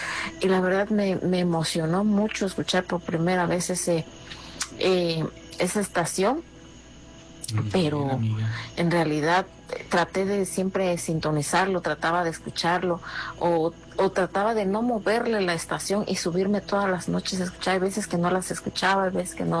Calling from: Oaxaca, Mexico; yo soy del estado de Oaxaca

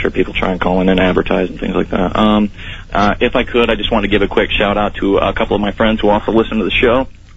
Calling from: Austin, Texas, United States; I'm calling from Austin, Texas.

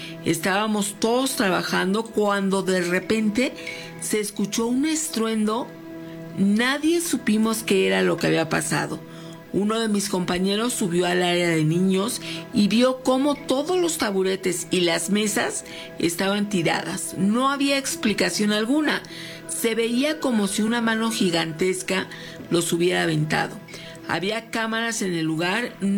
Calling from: León, Guanajuato, Mexico; yo soy de León, Guanajuato

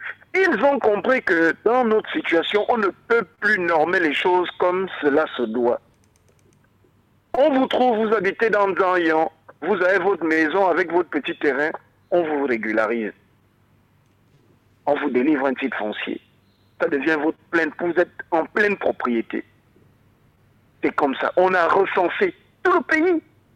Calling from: Gabon; on est Gabonais d'abord dans l'âme.

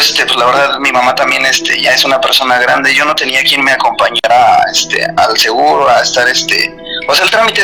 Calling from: Mexico City, Mexico; Hablo de la alcaldía Coajimalpa.

